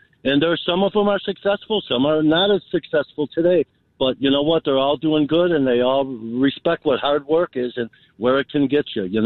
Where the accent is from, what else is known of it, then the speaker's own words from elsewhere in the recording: Chicago, Illinois, United States; We have a work ethic here growing up in Chicago. I lived on the northwest side in Portage Park.